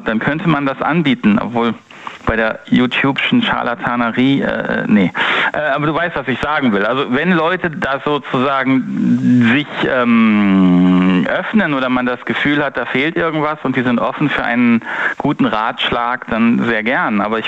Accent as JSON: {"language": "German", "region": "Northern Germany", "country": "Germany", "said": "Aber sag mal so, ich komme aus Norddeutschland ursprünglich, ne? Und die Norddeutschen pflegen mit knackigen Worten zu sagen, was sie denken."}